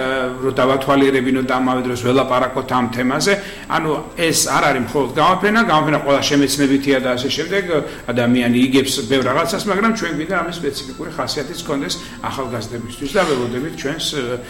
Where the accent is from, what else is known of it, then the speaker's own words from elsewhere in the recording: Samegrelo-Zemo Svaneti, Georgia; მე სამეგრელოში ვიზრდებოდი, სკოლაში ვისწავლე ქართული და ძალიან უყურე სკოლას, როგორი სწავლე სკოლაში ქართულიოს, მე ორი მშობლიური ენა მაქვს ასე ვთქვათ არა.